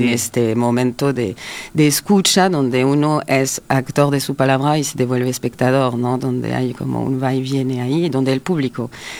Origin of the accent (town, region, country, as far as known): Paris, Île-de-France, France; born or raised there; Spanish is a second language